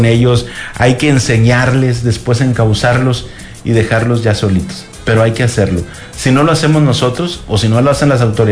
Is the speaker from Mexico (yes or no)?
yes; Mexico